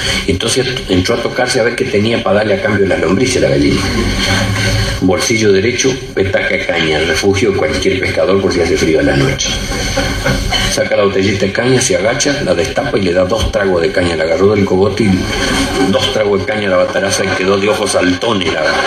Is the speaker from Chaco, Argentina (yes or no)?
yes; Villa Ángela, Chaco, Argentina; moved away; Mi pueblo... Villángela Chaco, que es la tercera ciudad del Chaco, no es ningún pueblo, es una ciudad. Cumplimos 75 años el otro día en mayo. Estamos a 210 kilómetros del río más cerca. Y en Villángela hay club de pescadores.